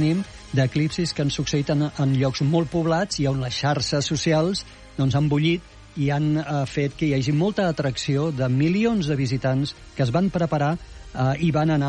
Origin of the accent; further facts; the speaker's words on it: Tarragona, Catalonia, Spain; born there; Mira, jo soc nascut a Tarragona i sé el que es menja allà i a les Terres de l'Ebre, la meva mare va néixer a Falset.